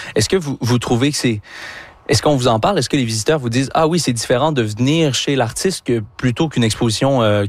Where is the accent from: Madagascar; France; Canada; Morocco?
Canada; Magog, Quebec; je suis natif de Magog, ici dans la région